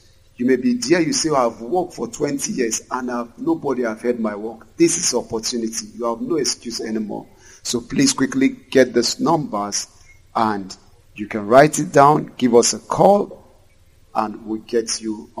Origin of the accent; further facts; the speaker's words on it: Lagos, Nigeria; The moment I got to the gate, I said, I'm the artist from Lagos.